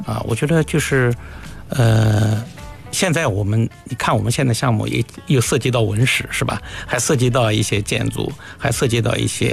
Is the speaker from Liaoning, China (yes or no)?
no; Nanjing, Jiangsu, China; 外面交流的时候，我说南京是我故乡，是吧？